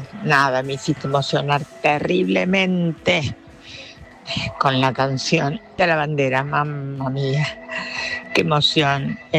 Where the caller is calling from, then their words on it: Italy; de Italia, un beso grande.